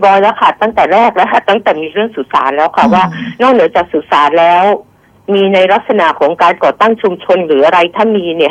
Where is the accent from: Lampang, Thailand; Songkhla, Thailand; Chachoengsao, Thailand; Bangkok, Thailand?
Chachoengsao, Thailand; ดิฉันคนฉะเชิงเทราค่ะ